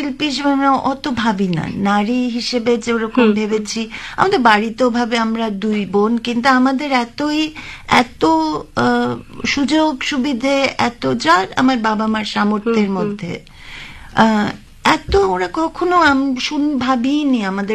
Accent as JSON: {"language": "Bangla", "town": "Shillong", "region": "Meghalaya", "country": "India", "tie": "born or raised there", "said": "আমি শিলংয়ে বড় হয়েছি"}